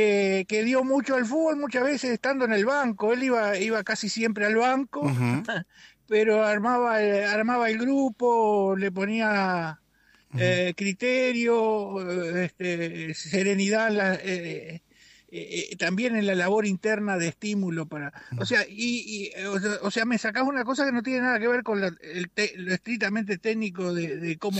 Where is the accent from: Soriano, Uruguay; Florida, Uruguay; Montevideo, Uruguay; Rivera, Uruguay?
Soriano, Uruguay; yo soy medio de Soriano también